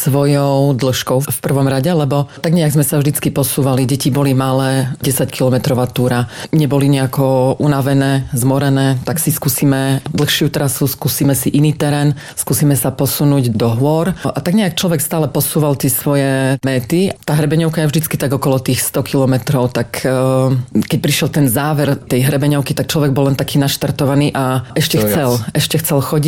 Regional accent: Spišské Tomášovce, Košice Region, Slovakia; moved away as an adult; also born or lived in England; pochádzam zo Spiských Tomášoviec, čo je vlastne plus minus brána do Slovenského raja, vyrastala som v Slovenskom raji, dokonca na Tomášovskom výhľade som sa pripravovala aj na maturity

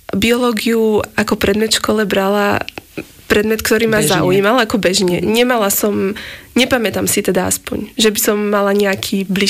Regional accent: Bratislava, Bratislava Region, Slovakia; Vyrastala som v širšom centre mesta.

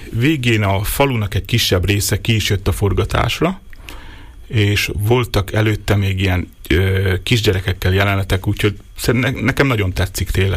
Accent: Hodoš, Mura, Slovenia; Én hodosi származású vagyok, Hodosba születtem, ott is nőttem fel, ott voltam gyerek.

